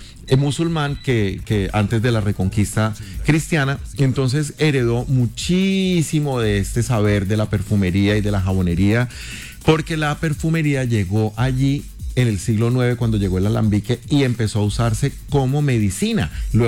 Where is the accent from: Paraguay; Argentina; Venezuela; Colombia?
Colombia; now in Spain; Yo tengo educación francesa y británica y vivo en España hace un montón de años. Yo me fui de Colombia a mediados de los años 90.